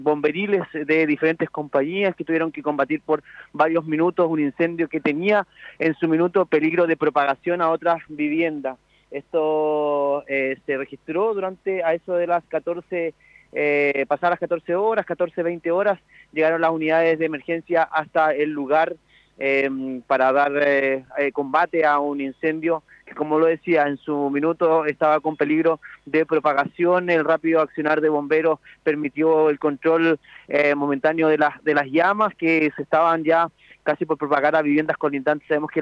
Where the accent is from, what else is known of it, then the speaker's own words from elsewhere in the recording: Quellón, Los Lagos, Chile; somos de Quellón